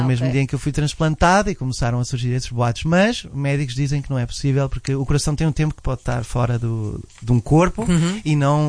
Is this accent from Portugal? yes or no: yes; Portugal; also born or lived in United States; eu sou português